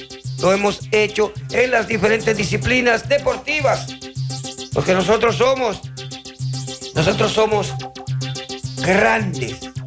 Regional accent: Cibao, Dominican Republic; yo soy cibaeño

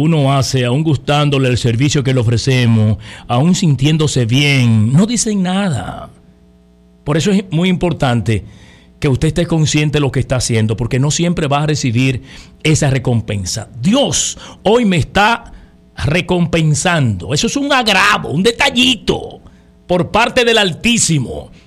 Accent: Villa Tapia, Hermanas Mirabal, Dominican Republic; now in Santiago, Dominican Republic; La gente me escucha mucho en nuestro pueblo, Sabana Angosta de Villa Tapia.

